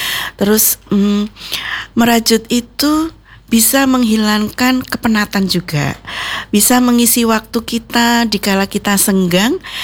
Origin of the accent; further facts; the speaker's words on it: Magelang, Central Java, Indonesia; Saya kan aslinya Magelang.